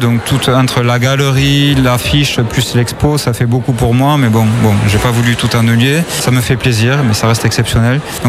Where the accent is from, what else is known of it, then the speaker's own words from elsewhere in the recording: Vic-Fezensac, Occitanie, France; moved away as an adult; now in Hossegor, France; je suis originaire de Vic-Fezensac et j'habite à Haussegor, ça fait une trentaine d'années.